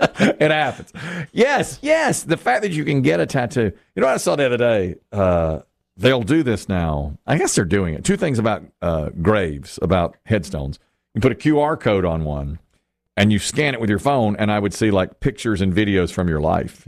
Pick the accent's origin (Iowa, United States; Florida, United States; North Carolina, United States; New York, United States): North Carolina, United States; Asheboro; you know, I'm from Asheboro. We didn't have, I had nothing like that.